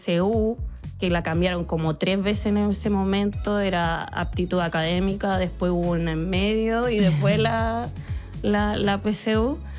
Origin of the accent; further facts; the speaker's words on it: Valparaíso, Chile; also born or lived in Santiago; porque yo soy de Valparaíso, de región. Perfecto. Además, de, o sea, nací acá en Santiago, pero me fui a Valparaíso a vivir, y igual tener una infancia llena de arte, cultura